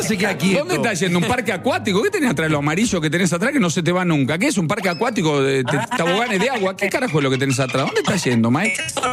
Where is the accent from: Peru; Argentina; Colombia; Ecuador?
Argentina